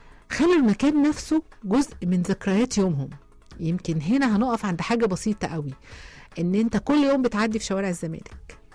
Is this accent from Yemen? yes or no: no; Egypt; متحمسة ومنحازة جدا جدا جدا لسياحة بلدنا.